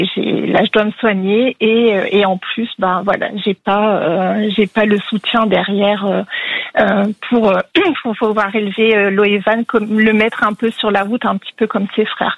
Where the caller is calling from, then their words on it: Hauts-de-France, France; Du lieu Saint-Amand, du Nord.